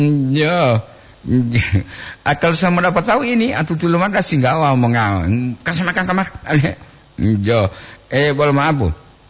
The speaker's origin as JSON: {"language": "Indonesian", "region": "Gorontalo", "country": "Indonesia", "said": "saya asli Gorontalo, asli lo, jo, nah itu gagah, asli Gorontalo"}